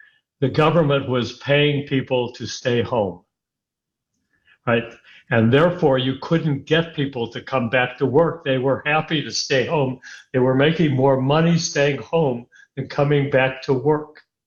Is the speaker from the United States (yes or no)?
yes; Chicago, Illinois, United States; moved away as an adult; also born or lived in Los Angeles; now in Florida, United States; Now, I grew up in Chicago. But I lived in L.A. for 54 years until I recently moved to Florida.